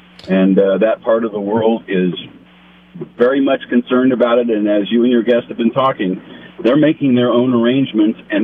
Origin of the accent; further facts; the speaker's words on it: California, United States; I'm from California. Remember, we don't vote for him here.